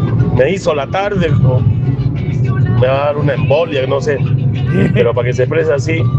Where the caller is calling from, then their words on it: Santa Cruz de la Sierra, Santa Cruz, Bolivia; mi tierra, Santa Cruz de la Sierra